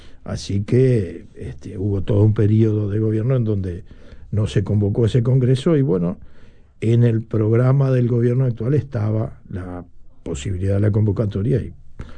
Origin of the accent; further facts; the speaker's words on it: Minas, Lavalleja, Uruguay; Soy minuano, medio pueblero, igual.